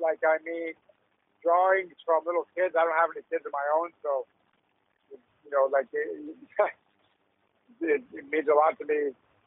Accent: Canada; the state that we were in as a Canadian society

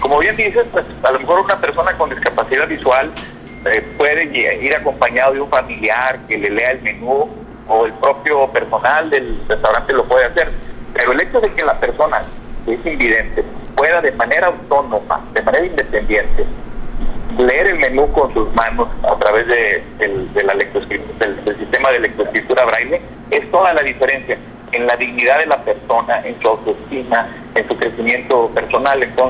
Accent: Coahuila, Mexico; somos, coahuilenses y hermanos todos

